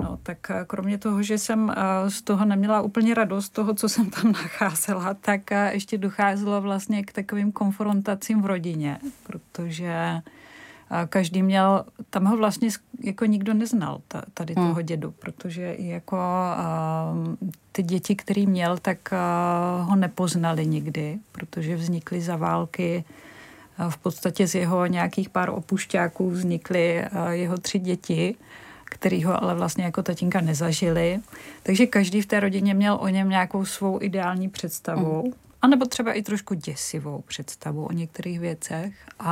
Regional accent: Brno, South Moravian Region, Czechia; my jsme byli vždycky Brňáci a nějaká národnost, ať už česká nebo německá, v tom nehrála žádnou roli.

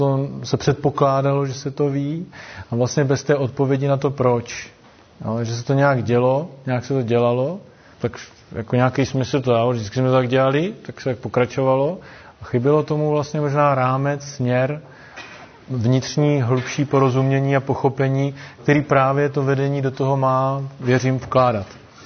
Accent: Brno, South Moravian Region, Czechia; Jsem původně z Brna

